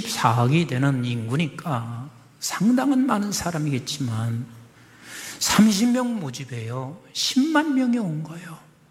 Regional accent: South Korea; born there; 독일에서 태어나든지 영국에서 태어났으면 이거 왜 이 독일어 영어할 고생할 필요도 없는데 내가 왜 한국에서 태어났나? 그게 1980년대요.

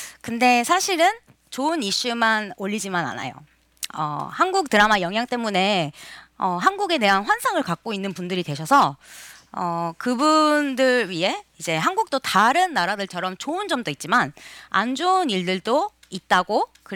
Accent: Argentina; moved away as an adult; 전 이 먼 나라 아르헨티나에서 35년 동안 계속 쭉 살았고

